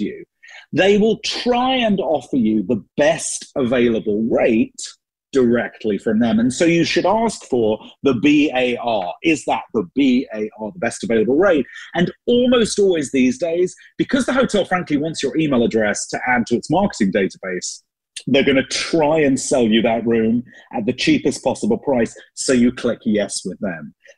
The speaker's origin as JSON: {"language": "English", "country": "United Kingdom", "tie": "born or raised there", "moved": "yes", "lives_now": "United States"}